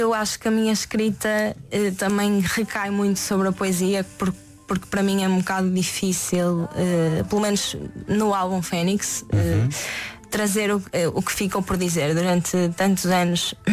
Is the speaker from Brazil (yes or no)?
no; Portugal; Sou de Oliveira das Meias, Porto, Aveiro, por aí